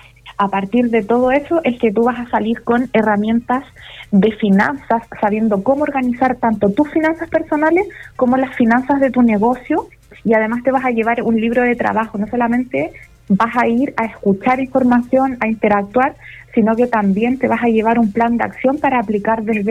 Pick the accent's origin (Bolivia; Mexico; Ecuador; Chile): Chile; Rancagua, O'Higgins; moved away; Yo actualmente vivo fuera de Rancagua, pero nací en Rancagua, me crié allá y tengo una relación muy cercana con muchas personas